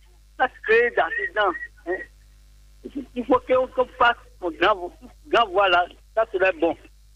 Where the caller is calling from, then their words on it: Cotonou, Littoral, Benin; je vous appelle de Cotonou.